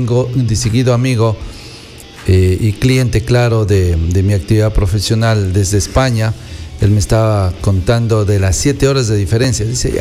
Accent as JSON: {"language": "Spanish", "town": "Yanzaza", "region": "Zamora-Chinchipe", "country": "Ecuador", "moved": "yes", "said": "Yanzaza, la capital económica de la provincia de Zamora Chinchipe, Yanzaza. Mi tierra linda"}